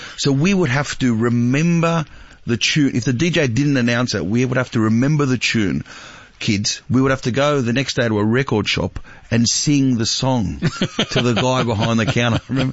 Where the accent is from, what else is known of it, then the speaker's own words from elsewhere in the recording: Sydney, New South Wales, Australia; Yeah, I grew up in Sydney, Australia.